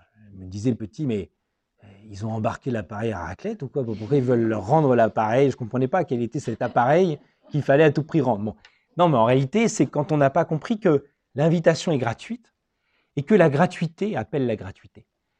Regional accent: Metz, Grand Est, France; born there; Moi, je suis né à Metz, en France. Moi, je m'appellerais Metz, France.

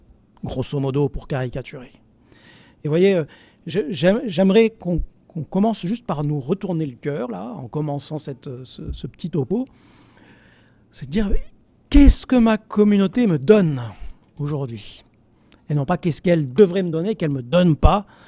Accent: Marseille, Provence-Alpes-Côte d'Azur, France

